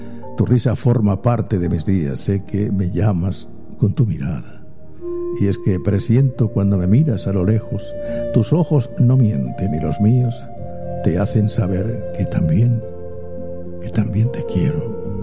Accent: Spain; Me siento español porque soy español y porque amo mi bandera, que por cierto, tan bonita es, tan bonita es.

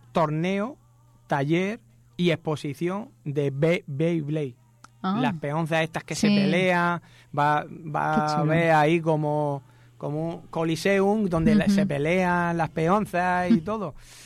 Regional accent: Molina de Segura, Region of Murcia, Spain; somos de Molina.

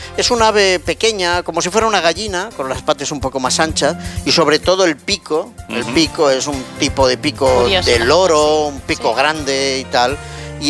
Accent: Barcelona, Catalonia, Spain; born there

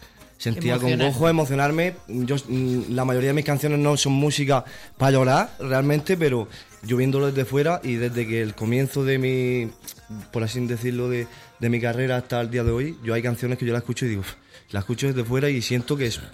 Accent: Alguazas, Region of Murcia, Spain; un chaval de ahí, de mi pueblo, de Alguaza.

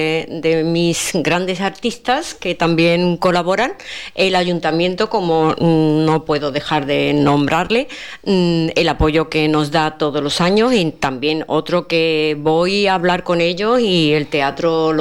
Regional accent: San José de la Rinconada, Andalusia, Spain; yo soy de aquí, de San José

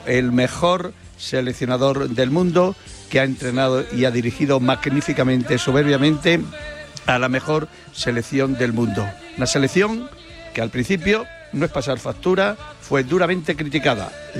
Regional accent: Trujillo, Extremadura, Spain; now in Madrid, Spain; No hay una plaza mejor que la Plaza Mayor de Trujillo, la plaza de mi pueblo, y fue espectacular ayer.

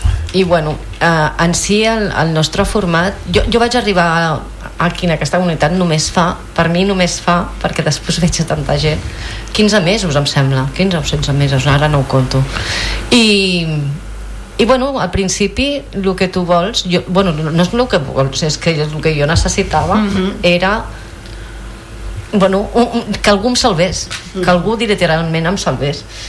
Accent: Girona, Catalonia, Spain; Jo sóc de Girona.

